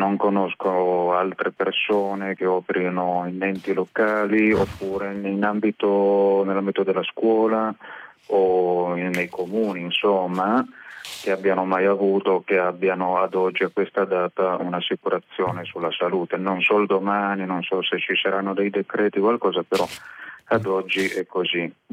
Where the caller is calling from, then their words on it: Piedmont, Italy; telefono dalla provincia di Torino.